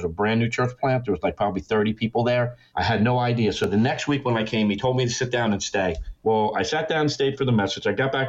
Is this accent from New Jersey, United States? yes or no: yes; New Jersey, United States; born there; I was born in New Jersey